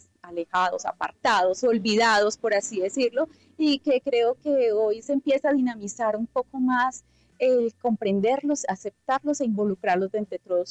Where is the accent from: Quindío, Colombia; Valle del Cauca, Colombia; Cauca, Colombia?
Quindío, Colombia; yo vengo del Quindío